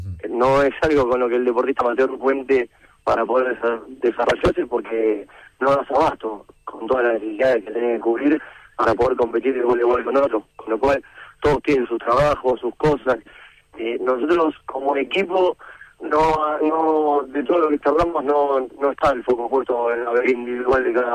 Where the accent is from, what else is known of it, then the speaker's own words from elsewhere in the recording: Argentina; somos Argentina, el argentino por naturaleza es muy exitista, es una realidad.